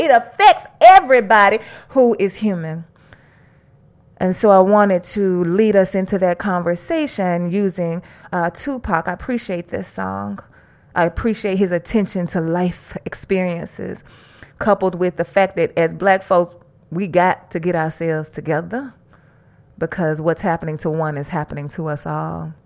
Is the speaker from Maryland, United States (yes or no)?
no; Mississippi, United States; now in Arkansas, United States; I'm from Mississippi